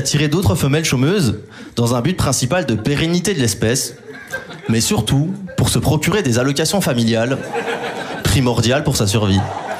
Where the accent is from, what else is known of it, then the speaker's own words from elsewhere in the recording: Wallonia, Belgium; now in Anderlecht, Belgium; Et en fait, moi, je viens pas de Bruxelles. Moi, j'ai vraiment grandi dans un petit village, vraiment un genre de village où la consanguinité, elle est tellement présente que t'as toujours l'impression de voir les mêmes têtes en boucle.